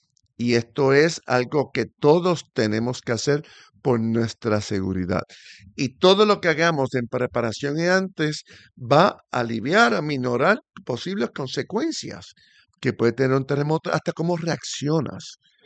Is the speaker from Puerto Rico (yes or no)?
yes; Mayagüez, Puerto Rico; now in Caguas, Puerto Rico; yo soy del oeste, yo soy de Mayagüez